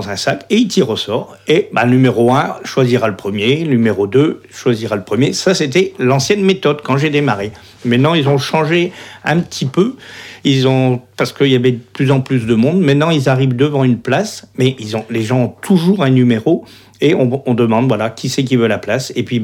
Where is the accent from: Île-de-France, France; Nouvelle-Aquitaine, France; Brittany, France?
Brittany, France; Brest; Et moi je suis né à Brest.